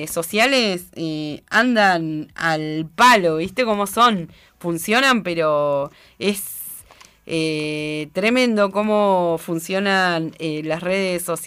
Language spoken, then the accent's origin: Spanish; Argentina; Los culpables somos nosotros, los argentinos.